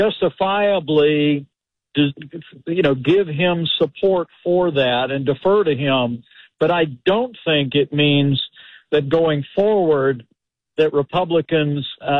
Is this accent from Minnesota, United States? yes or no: no; Indiana, United States; You saw that here in Texas, Louisiana, back in my home state of Indiana in state legislative races.